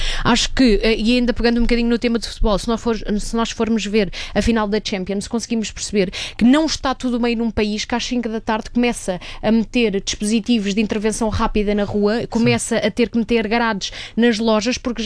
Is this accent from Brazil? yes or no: no; Almada, Setúbal, Portugal; Mais uma vez, eu sou da Almada, vai lá ao Laranjeiro e depois diz-me se aquilo é Almada